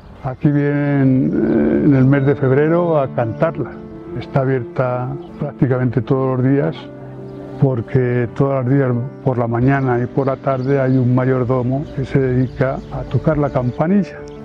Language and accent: Spanish; El Barraco, Castile and León, Spain; vecino y natural de El Barranco.